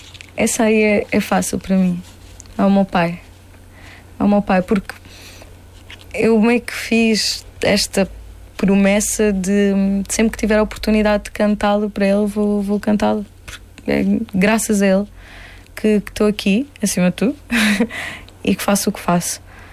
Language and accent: Portuguese; Monte Gordo, Algarve, Portugal; moved away; sobretudo lá na malta de lá de Montegordo, que é, não temos muitos exemplos do que é sair daqui e fazer algo assim.